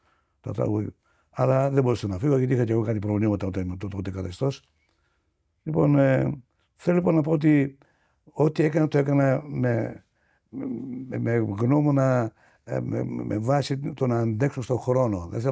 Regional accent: Greece; μου έκανε να νιώσω περήφανος σαν Έλληνας

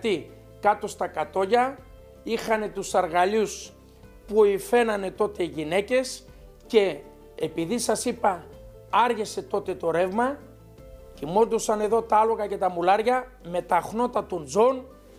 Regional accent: Syrrako, Epirus, Greece; Εγώ Σιρακιώτης είμαι, Δημήτρη μου, και δεν υπάρχει ξένος εδώ. Εδώ υπάρχουν μόνο Σιρακιώτες και είμαστε βλάχοι.

